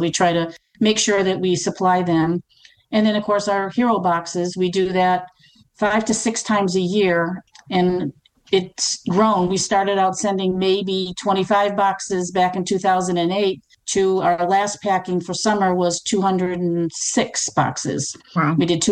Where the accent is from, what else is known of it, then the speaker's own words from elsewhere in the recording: Massachusetts, United States; now in Myrtle Beach, United States; And then in 2008, here in Myrtle Beach, because we're originally from Massachusetts.